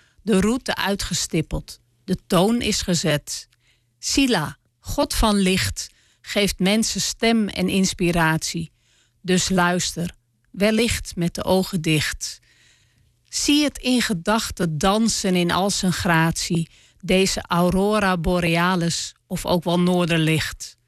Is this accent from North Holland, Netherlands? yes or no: yes; Amsterdam, North Holland, Netherlands; ik ben opgegroeid in Amsterdam Oud-West. Met veel Marokkaanse, Turkse, Surinaamse vriendjes en vriendinnetjes.